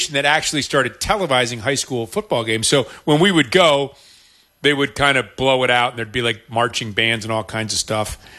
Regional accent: Cooperstown, New York, United States; plaques, like the Hall of Fame plaques in Cooperstown, which, of course, is my hometown, yep.

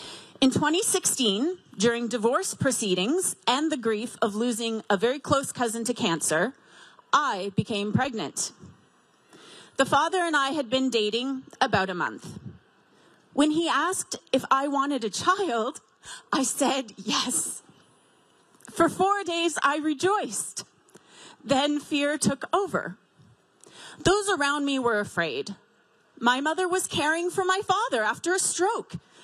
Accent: London, Ontario, Canada; I was raised in London, Ontario

